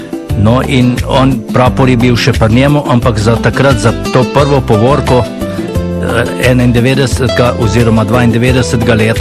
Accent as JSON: {"language": "Slovenian", "town": "Gruča", "region": "Southeast Slovenia", "country": "Slovenia", "said": "Naj se predstavim … iz Gruče, čebelar že kar lep čas."}